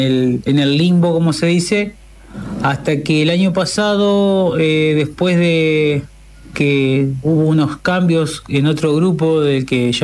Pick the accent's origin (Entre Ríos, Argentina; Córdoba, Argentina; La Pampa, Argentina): Entre Ríos, Argentina; Santa Elena; de Santa Elena, Entre Ríos.